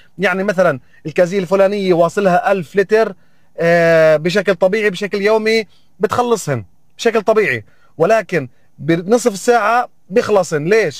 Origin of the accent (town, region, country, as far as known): West Bank, Palestine